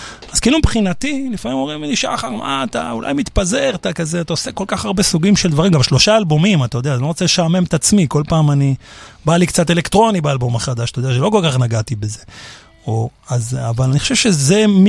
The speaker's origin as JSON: {"language": "Hebrew", "town": "Petah Tikva", "region": "Central District", "country": "Israel", "tie": "born or raised there", "said": "פתח תקווה, עיר הולדתי, כן."}